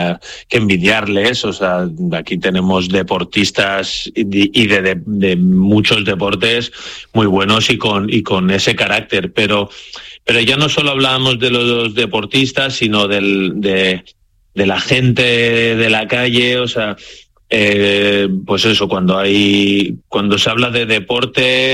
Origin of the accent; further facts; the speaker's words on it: Spain; La verdad que yo soy español, iré con España